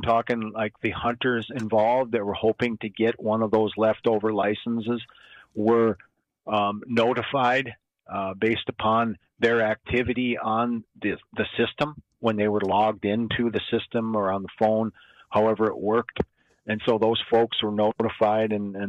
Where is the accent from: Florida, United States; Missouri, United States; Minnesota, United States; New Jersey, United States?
Minnesota, United States; Otter Tail County; I grew up in Otter Tail County on a dairy farm in Otter Tail County